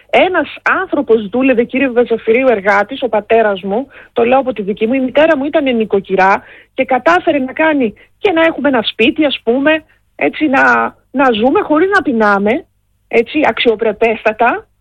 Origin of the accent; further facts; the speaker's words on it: Kozani, Western Macedonia, Greece; όταν ήμουν μικρή, που είμαστε και από την Μακεδονία, έτσι, ήταν κοντά η Έδεσσα και αυτά που βγάζει από τα ωραιότερα έτσι, κεράσια που υπάρχουν, και βέβαια και τα μέρη μου και στην Κοζάνη.